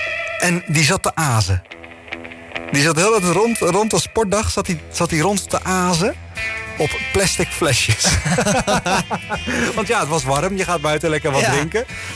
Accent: Papendrecht, South Holland, Netherlands; En zoals bij ons in Papendrecht was het bij mij de Anne Frank school.

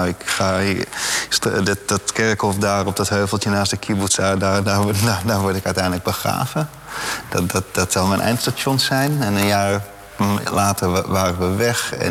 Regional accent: Netherlands; moved away as an adult; now in Israel; Ik heb mijn vormende jaren waren in Nederland en ik ben op mijn 30ste... niet uit ideologische overwegingen, maar omdat het leven zo liep, ben ik daar beland.

